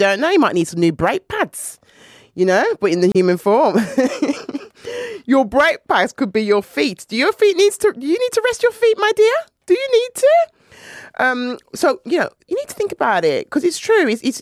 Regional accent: Jamaica; moved away; Because when I came from Jamaica and I went to the doctors

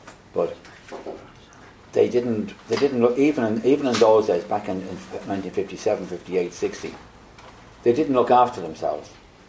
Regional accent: Dublin, Leinster, Ireland; I was born in Dublin and my first club was the Home Farm Academy in Whitehall, a suburb of Dublin. And I joined there when I was 12, 13 years of age.

